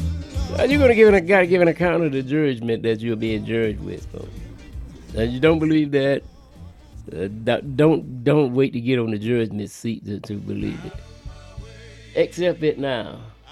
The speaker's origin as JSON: {"language": "English", "region": "Alabama", "country": "United States", "tie": "born there", "said": "Now, hey, I was born in Southeast Alabama."}